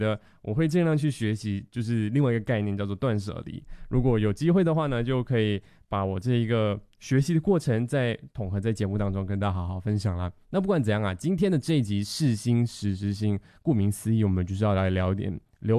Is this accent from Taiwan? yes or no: no; Malaysia; 我觉得这可能对于我们马来西亚人来讲呢